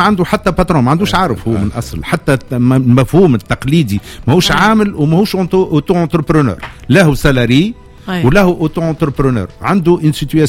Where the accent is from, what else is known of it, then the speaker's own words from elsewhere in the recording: Tunisia; احنا عندنا في تونس اربع شرائح أساسية في عمال وعاملي المنصات.